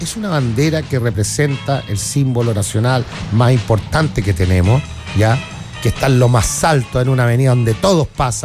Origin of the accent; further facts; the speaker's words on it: Chile; el orgullo que uno siente como chileno